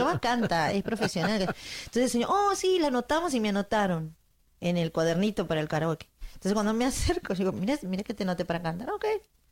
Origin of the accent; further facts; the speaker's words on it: Argentina; soy argentina.